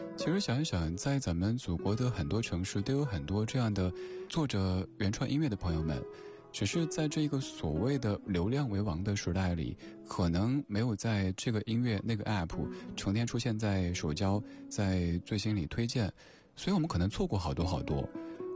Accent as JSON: {"language": "Chinese", "town": "Chengdu", "region": "Sichuan", "country": "China", "said": "作为一个成都人，这点我自己也不得不说，如果说城市的气质的话，成都是柔的，而重庆是刚的。各位听成都话、重庆话可能差不多，但其实我们自己听起来差别很大。"}